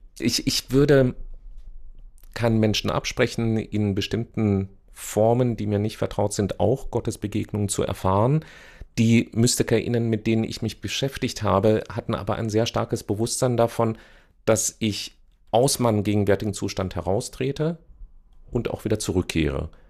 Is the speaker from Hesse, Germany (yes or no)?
yes; Marburg, Hesse, Germany; born or raised there